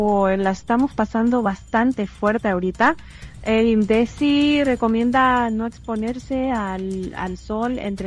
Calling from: San Martín, Peru; la temperatura que estamos sintiendo en el departamento de San Martín, en toda la provincia de San Martín

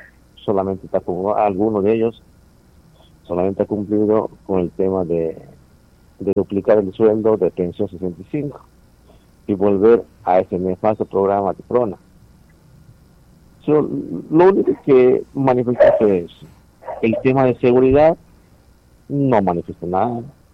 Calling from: Peru; Solamente como peruanos hay que lucharle del día a día

